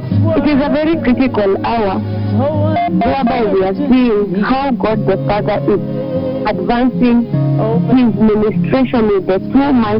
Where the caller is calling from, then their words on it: Nakuru, Nakuru County, Kenya; and I'm calling you from Salem Onsa, yes, over here in Nakuru Town East region.